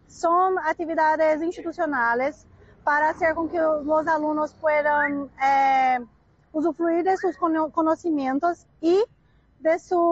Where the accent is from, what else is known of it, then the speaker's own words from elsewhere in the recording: Goiânia, Goiás, Brazil; Spanish is a second language; moved away as an adult; now in Pedro Juan Caballero, Paraguay; para nosotros que somos brasileños y vivimos nuestras vidas enteras allá